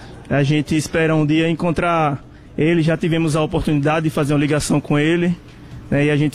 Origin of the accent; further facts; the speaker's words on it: Simão Dias, Sergipe, Brazil; Não, a gente é sergipano, só que moramos no interior, em Simão Dias.